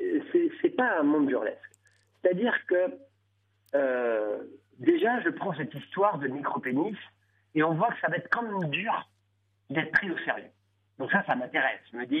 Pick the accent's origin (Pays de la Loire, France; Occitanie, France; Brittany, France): Brittany, France; Rennes; moved away; je ne suis pas du tout du monde rural. Moi, je suis un petit citadin de Rennes, au départ. Ma mère venait de la campagne